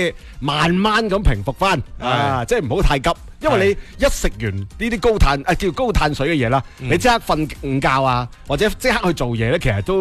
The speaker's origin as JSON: {"language": "Cantonese", "region": "Guangdong", "country": "China"}